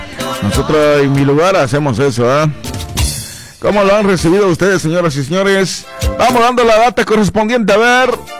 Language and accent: Spanish; Santa Cruz, Bolivia; moved away; mis tíos, mi familia en mi querido Santa Cruz.